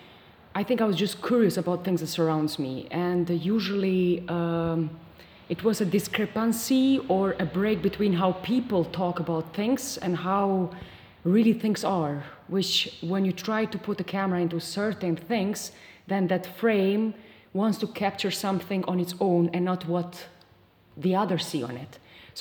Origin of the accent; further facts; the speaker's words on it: Kosovo; I knew that I want to make films in Kosovo, because I'm from Kosovo.